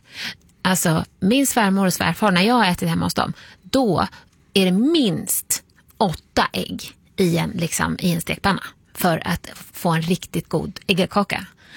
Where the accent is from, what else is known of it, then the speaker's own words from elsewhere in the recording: northern Sweden, Sweden; moved away; Man skulle ju kunna säga att där jag kommer ifrån, uppåt landet